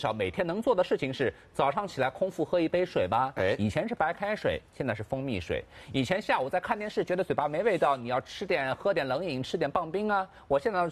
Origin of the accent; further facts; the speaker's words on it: China; 这是我们中国人的一种传统传承，对吧？